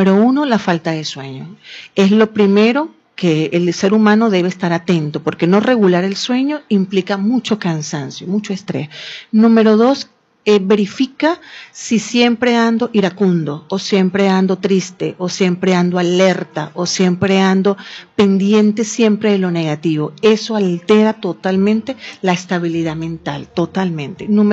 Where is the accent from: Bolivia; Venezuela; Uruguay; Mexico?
Venezuela; como somos los venezolanos, resilientes, alegres